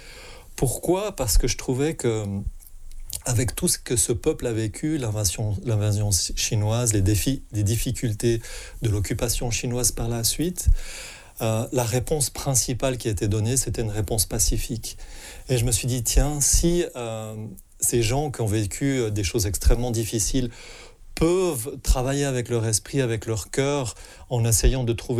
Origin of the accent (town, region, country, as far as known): Fribourg, Switzerland; born or raised there; also born or lived in Geneva